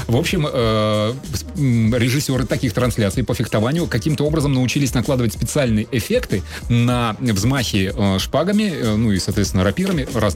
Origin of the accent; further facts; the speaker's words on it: Russia; я имею в виду россияне.